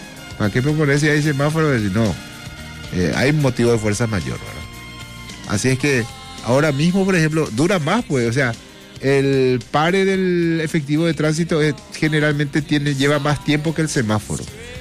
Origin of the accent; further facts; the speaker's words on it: Brazil; Spanish is a second language; Yo soy brasileño, no entiendo mucho, pero está muy bonito.